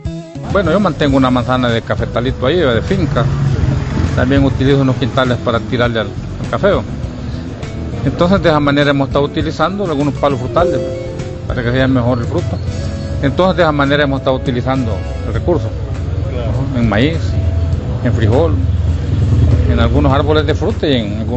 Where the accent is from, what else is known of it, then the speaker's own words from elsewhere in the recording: Usulután, El Salvador; Yo vengo de aquí, del Cantón El Tablón.